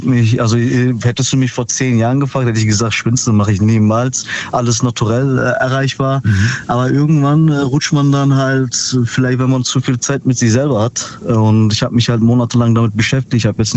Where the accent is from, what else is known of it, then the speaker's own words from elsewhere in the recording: Ravensburg, Baden-Württemberg, Germany; Aus Ravensburg.